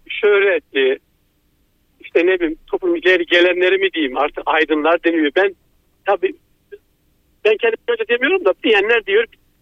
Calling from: Istanbul, Turkey; ben İstanbul'dan.

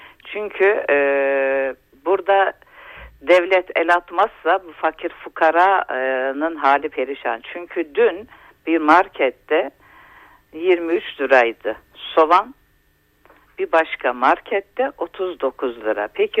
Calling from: Trabzon, Turkey; Trabzon'dan arıyorum.

